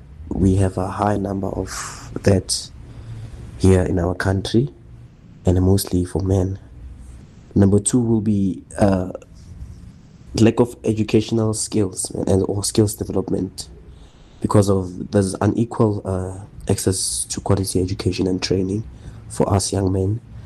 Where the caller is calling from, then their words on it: South Africa; us as South African young men